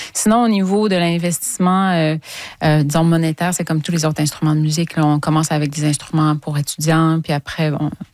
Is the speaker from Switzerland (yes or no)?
no; Trois-Rivières, Quebec, Canada; Donc, mais c'est qu'en fait, je viens de Trois-Rivières. J'ai habité longtemps à Trois-Rivières, puis on allait voir l'Orchestre symphonique de Trois-Rivières.